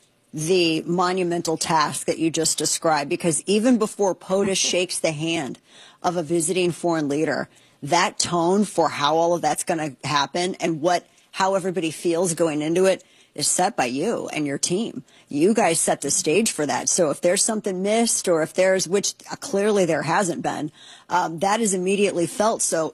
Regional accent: St. Louis, Missouri, United States; now in Texas, United States; because I live in Texas now, originally from St. Louis, and we had the 1904 World's Fair. That city, my hometown, still to this day talks about.

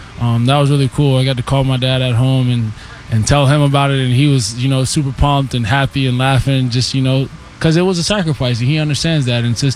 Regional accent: Florida, United States; moved away; I'm from Florida, so this is what it's like at 6 a.m.

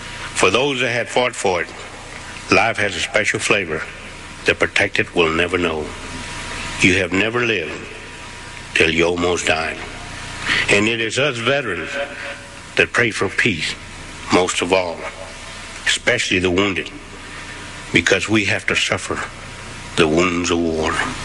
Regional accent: United States; I'm proud of being American

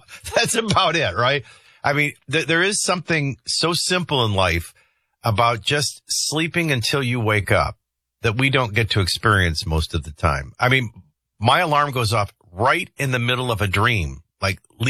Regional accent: Chicago, Illinois, United States; now in New Orleans, United States; Listen, I was from Chicago. I moved down to New Orleans. I'm fishing on a bayou

